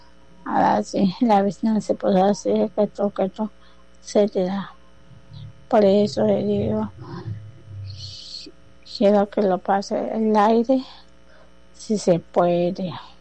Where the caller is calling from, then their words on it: Mexico; Yo vivo en Tierra Libertad, en la colonia Tierra Libertad.